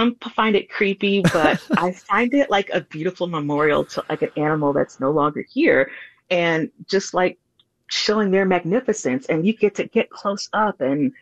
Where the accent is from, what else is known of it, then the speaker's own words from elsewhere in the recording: Milwaukee, Wisconsin, United States; I grew up here in Milwaukee, Wisconsin.